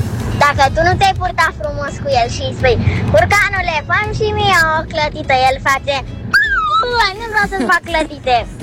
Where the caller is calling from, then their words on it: Bucharest, Romania; din București și am 9 ani